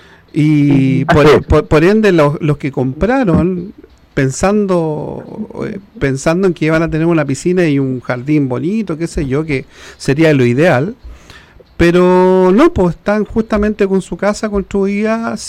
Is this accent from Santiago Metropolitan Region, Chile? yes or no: yes; Santiago, Santiago Metropolitan Region, Chile; moved away; yo lo digo como santiaguino de tomo y lomo